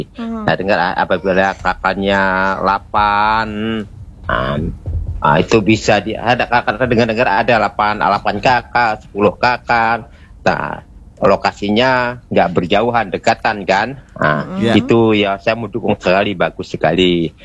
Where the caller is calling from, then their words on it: Tanjung Pinang, Riau Islands, Indonesia; saya mewakili dari RT RW Melayu Kota Piring.